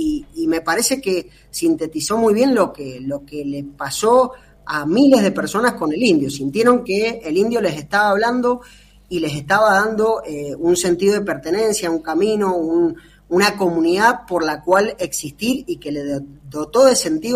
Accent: Argentina; now in Mendoza, Argentina

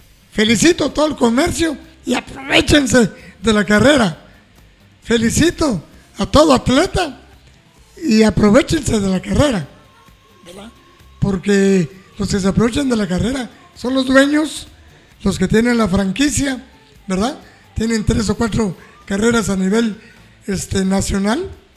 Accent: Cobán, Alta Verapaz, Guatemala; yo, como soy de Cobán

